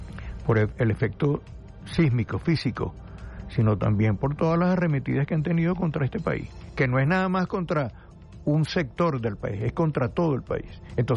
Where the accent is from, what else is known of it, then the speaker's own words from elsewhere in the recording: Venezuela; tú eres venezolano, yo soy venezolano